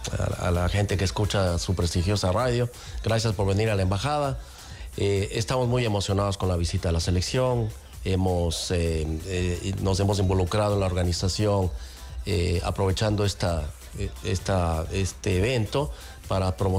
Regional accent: Ecuador; now in Japan; En Japón no somos tantos ecuatorianos, más o menos unos 300

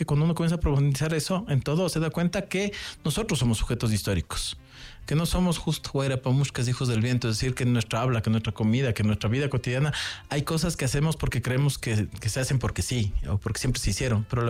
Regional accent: Ecuador; justo ahorita que estaba en Atacunga, ahí era mi tierra

